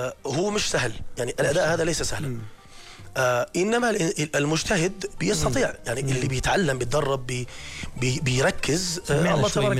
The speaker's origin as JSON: {"language": "Arabic", "country": "Jordan", "said": "في الأردن يمكن ما عندنا اطلاع كبير جدا على الالوان وفنون البلاد الاخرى البعيده"}